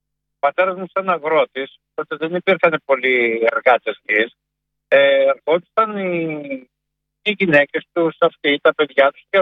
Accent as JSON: {"language": "Greek", "town": "Thebes", "region": "Central Greece", "country": "Greece", "tie": "born or raised there", "moved": "yes", "lives_now": "Larissa, Greece", "said": "Εγώ ζω στη Λάρισα, αλλά μεγάλωσα στη Θήβα."}